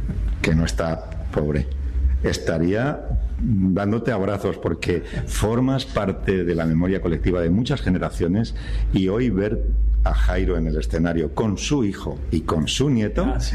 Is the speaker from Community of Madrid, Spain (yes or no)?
yes; Madrid, Community of Madrid, Spain; born there; Y yo nací en Madrid. Y en Madrid, cuando yo tenía 8 o 9 años